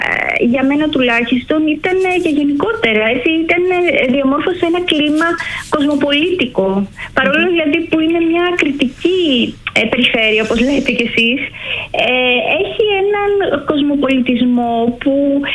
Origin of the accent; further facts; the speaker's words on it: Xanthi, Eastern Macedonia and Thrace, Greece; also born or lived in Komotini / Alexandroupoli; Στην Κομωτινή γεννήθηκα. Μετά μεγάλωσα στην Ξάνθη. Έζησα και για 3 χρόνια περίπου στην Αλεξανδροπολή.